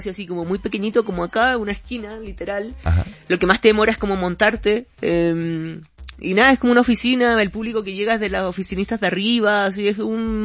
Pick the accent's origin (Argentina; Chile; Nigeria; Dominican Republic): Chile; yo vengo de Chile, imagínate, del fin del mundo, soy una banda muy de nicho y soy gay